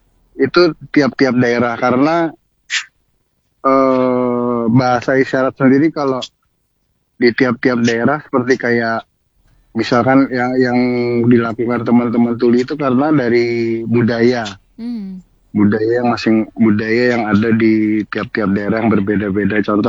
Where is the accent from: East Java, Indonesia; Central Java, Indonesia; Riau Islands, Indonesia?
Central Java, Indonesia; Semarang; misalkan saya dari Semarang, contoh waktu saya dipanggil untuk membantu menerjemahkan di Cirebon, saya ngomong gitu, ini saya yang pakai, ini saya gunakan budaya budaya kota Semarang, bahasa isyaratnya.